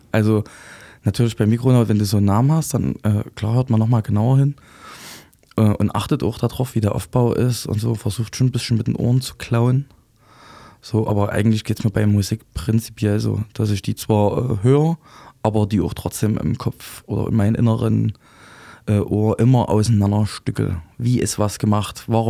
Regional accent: Thuringia, Germany; ich komme aus dem Altenburger Land, auf jeden Fall Provinz. Mhm. Safe Provinz.

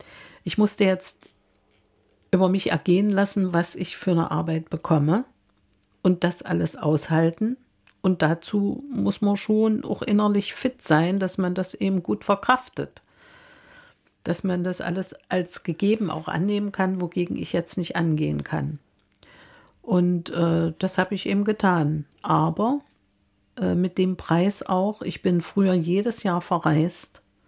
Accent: East Germany, Germany; Ich wusste, wo ich herkomme. Mein Großvater war Kommunist. Meine Mutter ist dann in die Partei gegangen, mein Vater auch. Und ja, also ich habe eine schöne Zeit in der DDR erlebt.

